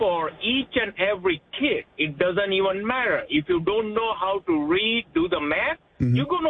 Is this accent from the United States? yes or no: no; India; moved away; I am from India.